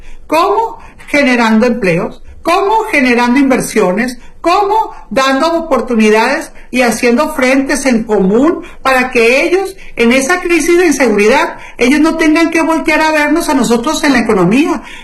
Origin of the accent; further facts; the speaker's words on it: Sinaloa, Mexico; todos los sinaloenses que salimos todos los días